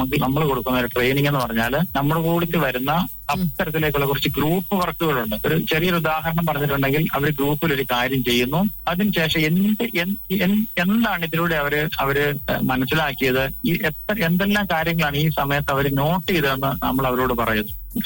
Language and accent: Malayalam; Cherupuzha, Kerala, India; കണ്ണൂർ കാസർഗോഡ് ജില്ലയുടെ ബോർഡർ ചെറുപുഴ എന്ന് പറഞ്ഞ സ്ഥലത്താണ് എന്റെ സ്ഥലം, ചെറുപുഴ.